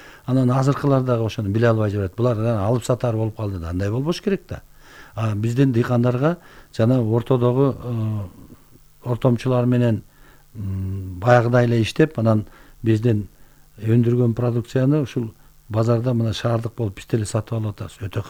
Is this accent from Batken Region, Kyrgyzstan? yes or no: no; Bystrovka, Chuy Region, Kyrgyzstan; мен интернатта өстүм да, инилерим менен эжекем болуп. Биз 6 эркек, 1 эжекебиз бар, 7 бир тууганбыз да. Анан атам чабан болгонго байланыштуу бизди интернатка өткөзгөн. Быстровка №1 гэс интернаты бар болчу.